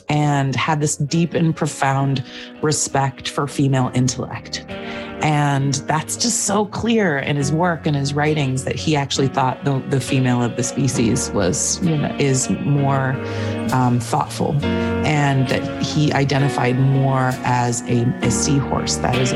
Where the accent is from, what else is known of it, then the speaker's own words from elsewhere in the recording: Seattle, Washington, United States; Growing up in Seattle